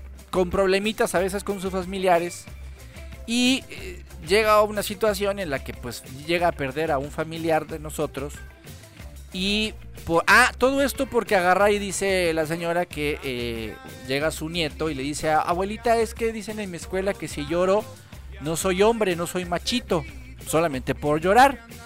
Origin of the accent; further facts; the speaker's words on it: Mexico; Y siempre, pues como buenos mexicanos, lo decimos todo a la mera hora.